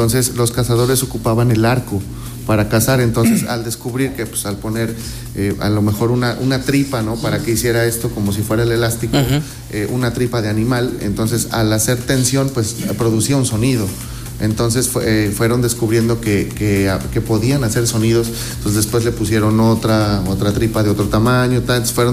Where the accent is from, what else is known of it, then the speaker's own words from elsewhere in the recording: Xalapa, Veracruz, Mexico; Yo soy del estado de Veracruz, yo nací en la capital, que es Jalapa. Entonces también hay unos pueblos muy cerca de Jalapa, que es de donde viene mi familia.